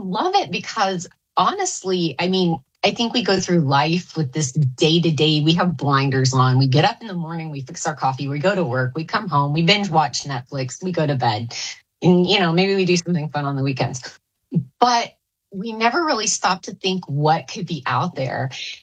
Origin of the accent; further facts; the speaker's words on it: Arkansas, United States; I grew up in Arkansas, but I wanted to research and gather the ghost stories, the cryptids, unexplained phenomena in other Southern states as well.